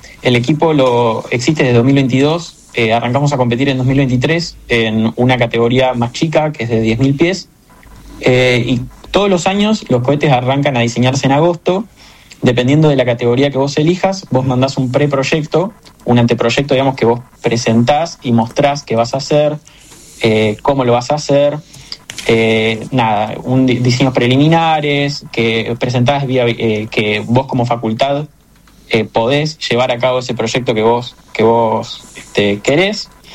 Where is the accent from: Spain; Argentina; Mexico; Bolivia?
Argentina; que para nosotros como argentinos es un logro.